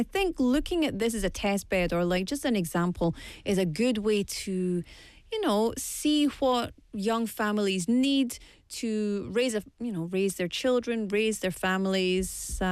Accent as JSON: {"language": "English", "region": "Scotland", "country": "United Kingdom", "moved": "yes", "said": "right from my home country"}